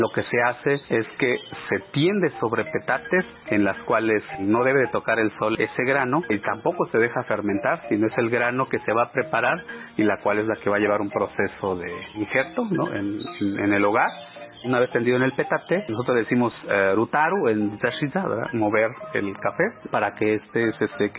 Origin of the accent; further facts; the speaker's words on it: Tanetze de Zaragoza, Oaxaca, Mexico; provengo de la comunidad de Tanets de Zaragoza, el lugar y en donde producimos y vivimos con el café.